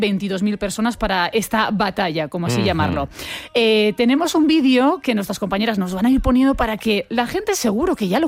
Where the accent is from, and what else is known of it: Gandia, Valencian Community, Spain